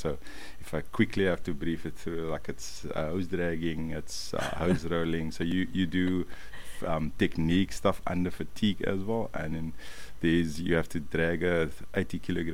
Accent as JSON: {"language": "English", "town": "Cape Town", "region": "Western Cape", "country": "South Africa", "said": "And then I'm originally from Atlantis in Cape Town. So we have like a cultural thing like called the Christmas bands."}